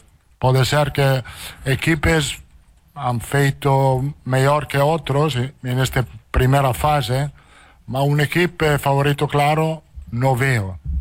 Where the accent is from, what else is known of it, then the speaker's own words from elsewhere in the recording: Italy; Portuguese is a second language; now in Brazil; Me sinto bem, italiano, brasileiro, eu sou italiano.